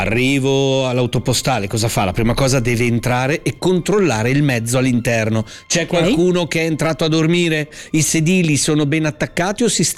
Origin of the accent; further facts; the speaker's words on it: Portugal; Io sono portoghese.